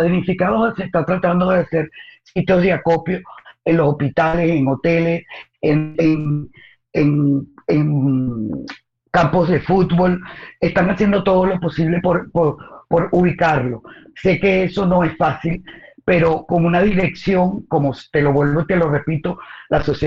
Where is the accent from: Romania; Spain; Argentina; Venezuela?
Venezuela; voy a hablarte como la mamá venezolana